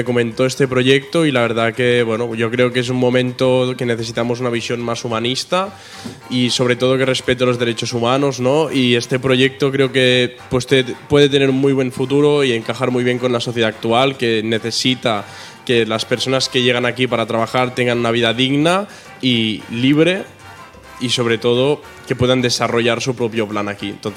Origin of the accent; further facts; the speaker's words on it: Tarragona, Catalonia, Spain; now in Badalona, Spain; soy de Tarragona, aunque resido en Badalona.